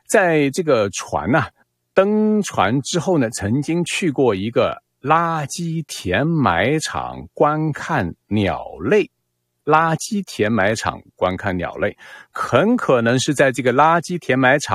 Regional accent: Canada; 所以说，我们加拿大人还是愿意去旅行，愿意坐游轮的。

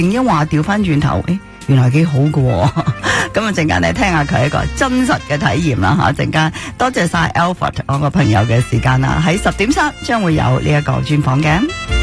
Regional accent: Canada

